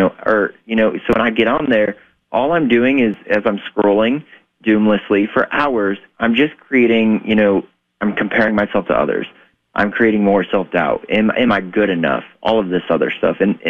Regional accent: Norwalk, United States; I'm from Norwalk, if I stayed in that area, I was probably going to go down the same exact path that most of my friends did.

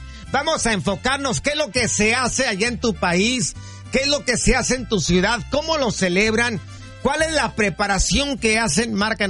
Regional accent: Mexico; now in United States; en nuestra ciudad, allá en México, en nuestro país, en México.

